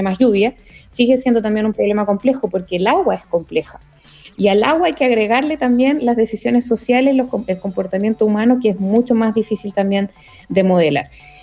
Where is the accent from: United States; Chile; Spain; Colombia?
Chile; Coquimbo; moved away; porque vengo de la región de Coquimbo.